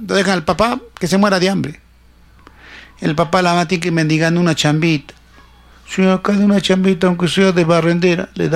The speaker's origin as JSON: {"language": "Spanish", "town": "Cerro Colorado", "region": "Arequipa", "country": "Peru", "tie": "born there", "said": "Yo nací en Cerro Colorado, en el sector de Zamácola."}